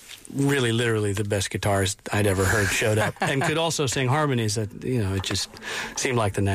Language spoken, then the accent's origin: English; Montana, United States; moved away as an adult; also born or lived in New York / Nashville; So I'm from Montana originally and moved to New York after college